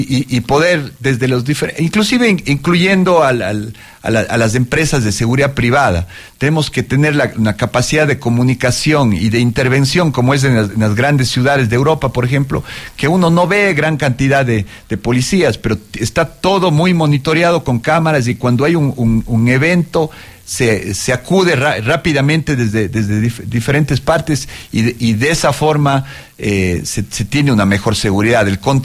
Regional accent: Cuenca, Azuay, Ecuador; lo que somos los cuencanos

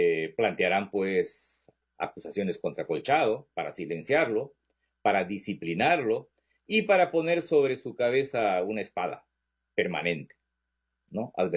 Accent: Peru; en el centro del país, que es de donde vengo

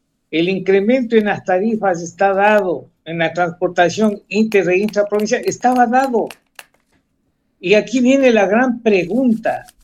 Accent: Ecuador

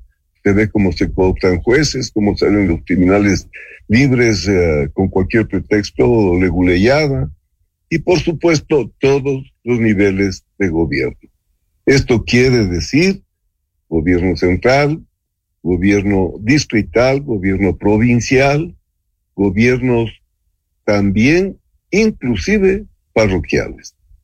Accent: Ecuador; pensar como ecuatorianos.

